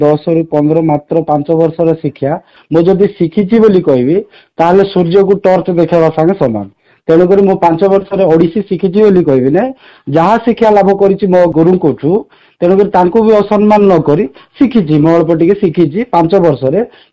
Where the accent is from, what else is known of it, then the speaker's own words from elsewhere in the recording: Nabarangpur, Odisha, India; ମୋର ନବରଙ୍ଗପୁର ଘର।